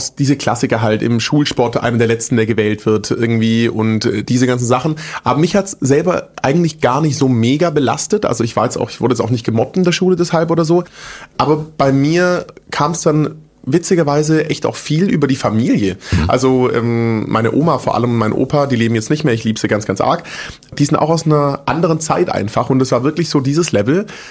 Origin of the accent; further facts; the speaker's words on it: Großbottwar, Baden-Württemberg, Germany; also born or lived in Stuttgart / Frankfurt; Schwabe, genau. Ich bin in Stuttgart geboren, bin in so einem Kaff aufgewachsen, das heißt Großbottwar. Also will ich da wohnen, was wohnen da 10, 15.000 Leute vielleicht. Bin da mit meiner Family groß geworden, bis ich 10 war.